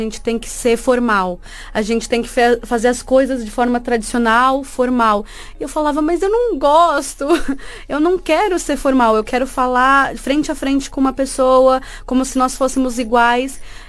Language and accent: Portuguese; Brazil; now in Portugal; eu sou brasileira